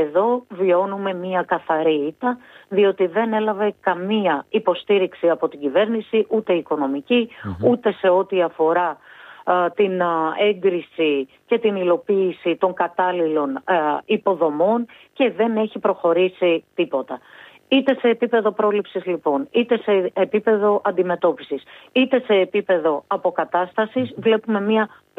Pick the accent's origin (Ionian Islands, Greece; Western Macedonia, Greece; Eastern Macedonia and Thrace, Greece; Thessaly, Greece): Eastern Macedonia and Thrace, Greece; Και θα μου επιτρέψετε και μία αναφορά στον τόπο μου. Η μεγαλύτερη πυρκαγιά την καταγράψαμε πριν δύο χρόνια στον Εύρο.